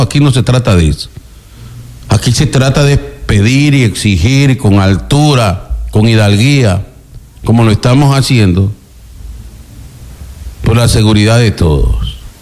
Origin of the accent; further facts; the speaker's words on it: Santa Elena, Ecuador; Yo soy de Santa Elena